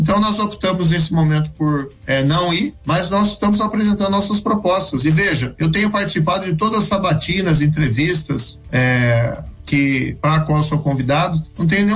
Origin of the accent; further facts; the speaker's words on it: Maringá, Paraná, Brazil; os valores e os princípios que eu aprendi com eles lá na minha cidade de Maringá, eu carrego para minha vida.